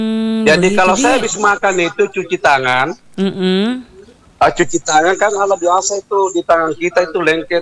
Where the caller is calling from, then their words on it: Makassar, South Sulawesi, Indonesia; kita Makassar ini